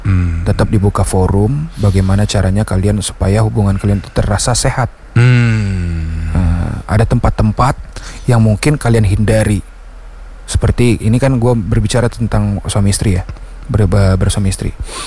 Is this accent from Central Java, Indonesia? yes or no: no; Padang, West Sumatra, Indonesia; also born or lived in Bukittinggi; Aslinya Padang.